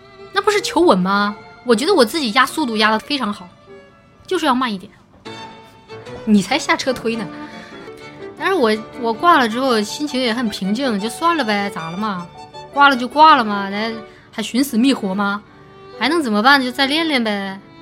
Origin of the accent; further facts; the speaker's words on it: China; 我们中国人嘛，你知道的，就讲究一个来都来了。